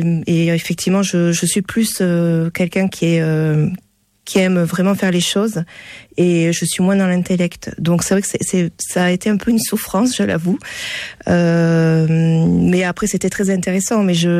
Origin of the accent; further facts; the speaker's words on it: Toulouse, Occitanie, France; born there; also born or lived in Bordeaux; je suis née à Toulouse. Alors, je suis partie faire une partie de mes études à Bordeaux parce que la fac d'art plastique n'existait pas encore à Toulouse.